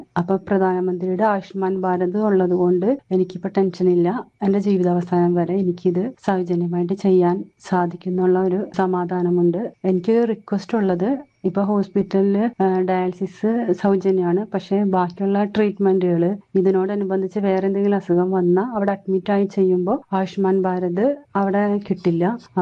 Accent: Thrikkakara, Kerala, India; ഞാൻ എറണാകുളം തൃക്കാക്കര സ്വദേശിനിയാണ്.

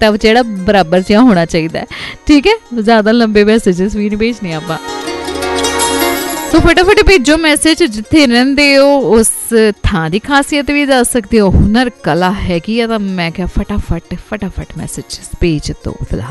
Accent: Punjab, India; accent: Doabi; ਅਸੀਂ ਦੁਆਬੇ ਵਾਲੀ ਸਾਈਡ ਰਹਿੰਦੇ ਹਾਂ, ਦੁਆਬੀ ਭਾਸ਼ਾ ਬੋਲਦੇ ਹਾਂ

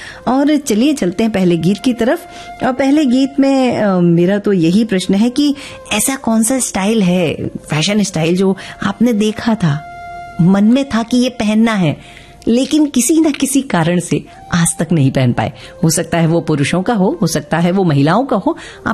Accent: Mumbai, Maharashtra, India; बचपन में हम खार मुंबई में रहते थे, पूज्य माता जी जब भी लिंकिंग रोड के हेयर ड्रेसर के पास ले जाती थी

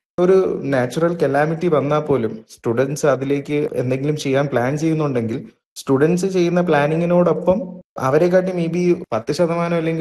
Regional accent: Venjaramoodu, Kerala, India; തിരുവനന്തപുരത്ത് വെഞ്ഞാറമൂടിൽ നിന്നാണ്.

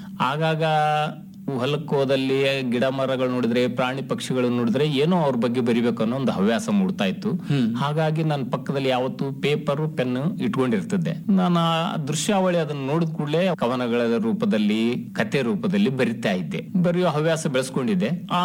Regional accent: Jigarkal, Karnataka, India; also born or lived in Shivapura; ನಾನು ಮೂಲತಃ ಯಾದಗಿರಿ ಜಿಲ್ಲೆ ಒಡಗೇರೆ ತಾಲೂಕಿನ ಶಿವಪುರ ಗ್ರಾಮದಲ್ಲಿ ಹುಟ್ಟಿದವನು. ಅಲ್ಲಿ ನನ್ನ ತಂದೆ ಊರದು. ನಾನು 4 ವರ್ಷದವನಿದ್ದಾಗ ತಾಯಿ ತವರ ಮನೆ ಎಣ್ಣಜ್ಜ ತೊಗೊಂಬಂದು ಇಟ್ಕೊಂಡು ನನ್ಗ ಇಲ್ಲೇ ಜಿಗರ್ಕಲ್ ಗ್ರಾಮದಲ್ಲೇ ಸ್ಕೂಲ್ಗೆ ಹೆಸರಚ್ಚಿ

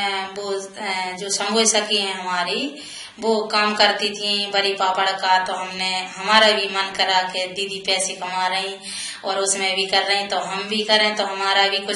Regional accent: Jhansi district, Uttar Pradesh, India; ग्राम सिमरावारी block Babina जिला झांसी।

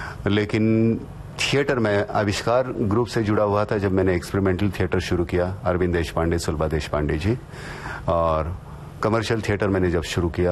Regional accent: Murud Janjira, Maharashtra, India; मेरा बचपन गांव में बीता, मुरुड जंजिरा में, पहली से सातवीं तक।

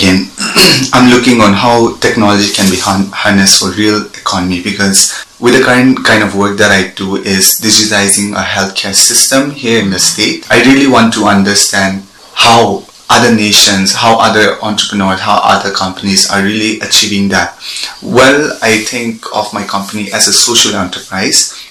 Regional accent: Wokha district, Nagaland, India; also born or lived in Kohima; coming from a small community like us from the northeastern region of India, Nagaland, and then when you narrow it down to my perspective, I'm from Woka district.

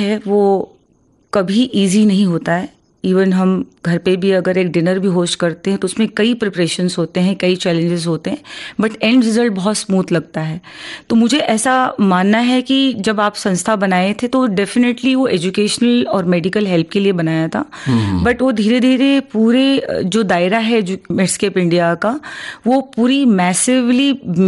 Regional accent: Uttar Pradesh, India; क्योंकि हम उत्तर प्रदेश से हैं

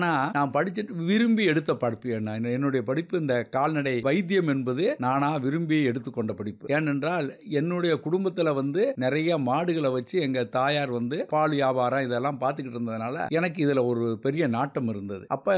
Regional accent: Madurai, Tamil Nadu, India; also born or lived in Dindigul; மதுரை தான்.

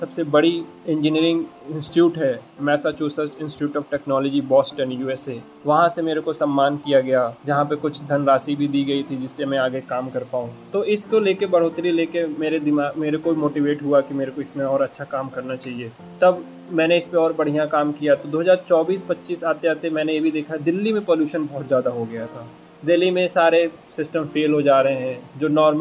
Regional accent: Deoria, Uttar Pradesh, India; now in Lucknow, India; मेरा गाँव करमाजीतपुर मटियरी देवरिया में है

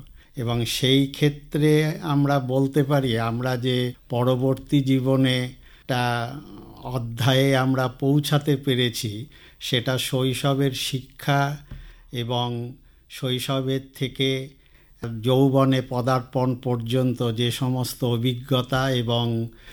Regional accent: Baharampur, West Bengal, India; আমার জন্ম বহরমপুরে।

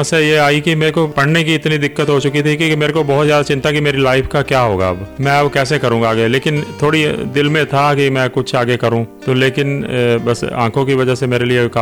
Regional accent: Kurukshetra district, Haryana, India; मेरा जन्म डिस्ट्रिक्ट कुरुक्षेत्र शाहबाद मारकंडा के पास गांव कलसाना है, वहाँ हुआ। और गांव में रहे

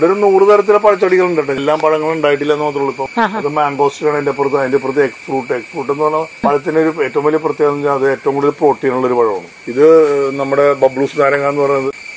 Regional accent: Kerala, India; ഇവിടെ ജനിച്ചു വളർന്നൊരു നാടായതുകൊണ്ട്

